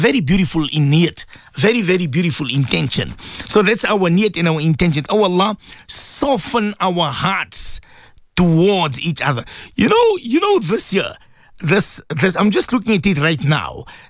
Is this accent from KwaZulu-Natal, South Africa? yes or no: no; Palm Ridge, Gauteng, South Africa; I gave this topic as well in Palm Ridge, my hometown.